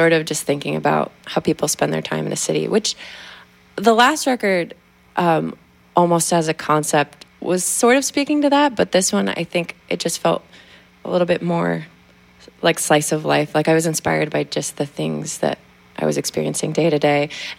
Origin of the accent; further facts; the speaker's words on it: Tacoma, Washington, United States; moved away as an adult; also born or lived in New York; I grew up in Tacoma, Washington.